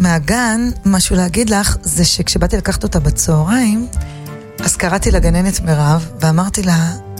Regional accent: Bnei Brak, Tel Aviv District, Israel; אני בכלל מבני ברק

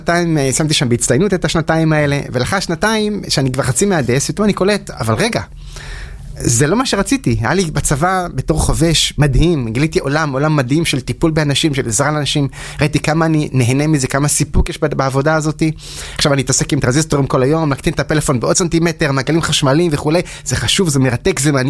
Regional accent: Haifa, Haifa District, Israel; אז גדלתי בחיפה, למדתי בבית ספר ריאלי בחיפה

